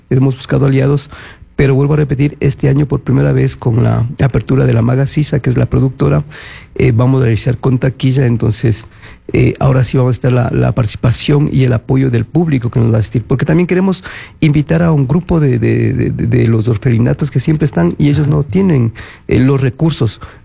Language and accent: Spanish; Quito, Pichincha, Ecuador; somos también nosotros somos quiteños